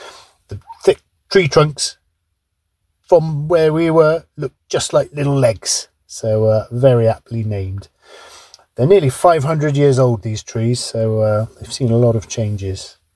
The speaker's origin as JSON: {"language": "English", "town": "Kingswood", "region": "South West England", "country": "United Kingdom", "tie": "born or raised there", "said": "I grew up in Kingswood in East Bristol, a great place to grow up."}